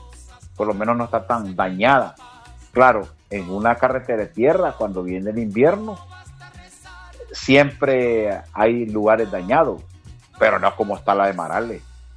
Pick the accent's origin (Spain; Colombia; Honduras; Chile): Honduras; todos somos hondureños